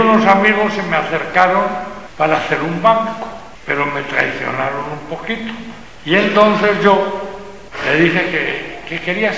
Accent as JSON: {"language": "Spanish", "country": "Spain", "said": "Pero los que somos naturales de España, podemos quedar unos 200 o algo por el estilo, no más."}